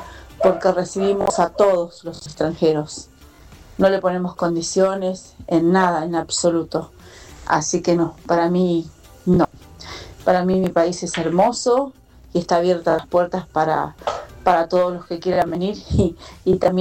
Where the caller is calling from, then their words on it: San Francisco Solano, Buenos Aires Province, Argentina; de San Francisco Solano